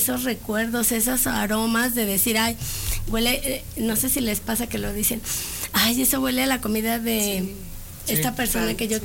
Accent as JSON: {"language": "Spanish", "region": "Jalisco", "country": "Mexico", "said": "en la región de donde soy yo, que es el sur de Jalisco"}